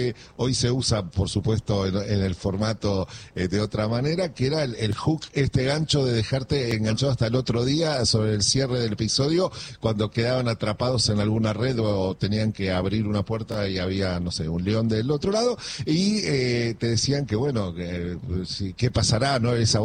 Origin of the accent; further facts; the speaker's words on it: Argentina; born there; para nosotros que nacimos en Argentina